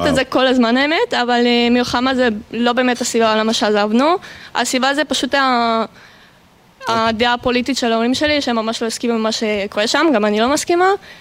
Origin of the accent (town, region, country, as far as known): Saint Petersburg, Russia; Hebrew is a second language; now in Israel